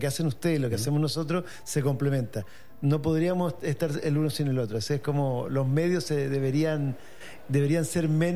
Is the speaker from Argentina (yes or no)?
no; Santiago, Santiago Metropolitan Region, Chile; yo nací en Santiago, veníamos conversando recién, que he estado siempre viviendo en el mismo lugar, en la misma comuna durante toda mi vida. Ya. Yo soy ñuñoíno, soy de Ñuñoa. Estudié en Ñuñoa